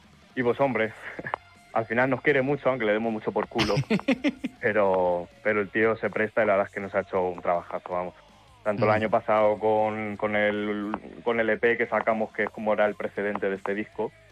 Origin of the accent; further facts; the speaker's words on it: Villardompardo, Andalusia, Spain; Mi pueblo es Villardompardo